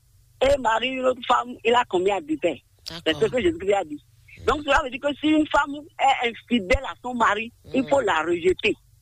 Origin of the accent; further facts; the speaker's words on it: Porto-Novo, Ouémé, Benin; Moi, je suis natif de Port-Novo, le royaume de Port-Novo.